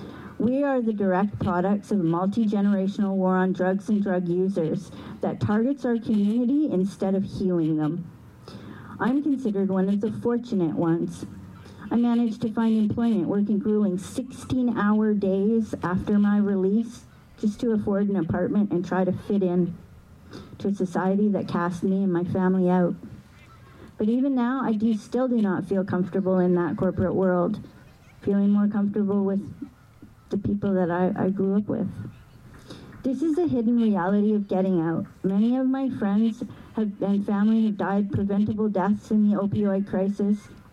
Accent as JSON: {"language": "English", "town": "Vancouver", "region": "British Columbia", "country": "Canada", "tie": "born or raised there", "said": "I'm a member of the Shnanamok tribe. I grew up in Vancouver and on Vancouver Island."}